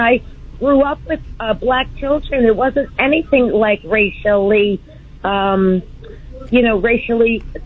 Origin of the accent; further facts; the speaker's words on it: New York, United States; now in Charleston, South Carolina, United States; I'm 69. I was born and brought up in New York. And when I went to school, it was multicultural.